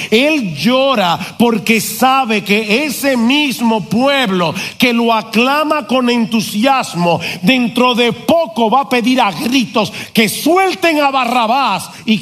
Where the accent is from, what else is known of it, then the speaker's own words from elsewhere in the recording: San Juan de la Maguana, San Juan, Dominican Republic; born there; Yo nací en San Juan de la Maguana.